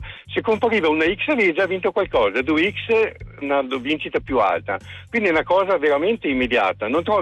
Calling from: Verona, Veneto, Italy; Io sono da Verona

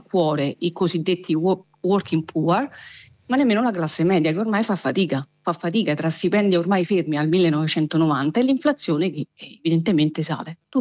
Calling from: Rome, Lazio, Italy; sono di Roma e viaggio con i mezzi pubblici

